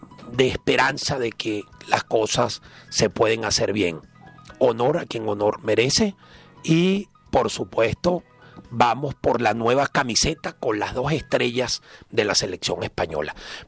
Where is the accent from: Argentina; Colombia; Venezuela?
Venezuela; now in Spain; Nosotros históricamente, me refiero a nosotros los venezolanos